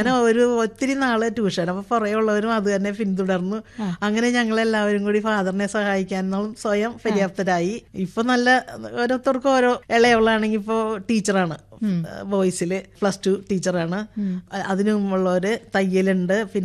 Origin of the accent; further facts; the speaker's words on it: North Paravur, Kerala, India; എന്റെ സ്ഥലം വടക്കം പറവൂരും. ഇപ്പൊ താമസിക്കുന്ന മന്നം. പെരുവാരത്താണ് എന്റെ ജന്മനാട്, വീട്.